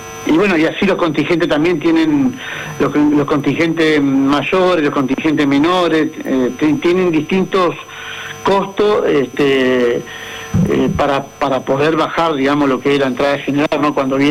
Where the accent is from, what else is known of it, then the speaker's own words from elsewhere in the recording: Argentina; now in Federación, Argentina; lo que hoy estamos pagando el ajuste somos los argentinos de bien